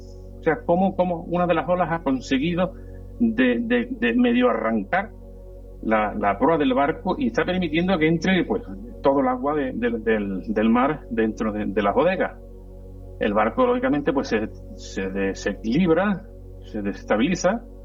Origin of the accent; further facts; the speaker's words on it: Cádiz, Andalusia, Spain; yo soy de Cádiz